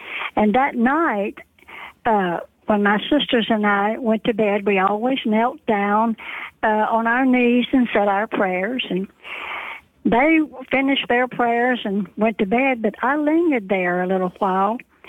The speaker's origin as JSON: {"language": "English", "town": "Hickory Flat", "region": "Mississippi", "country": "United States", "tie": "born there", "also_born_or_lived": "Memphis, Tennessee", "said": "I was born in Tennessee, but I was actually born again in Hickory Flat, Mississippi."}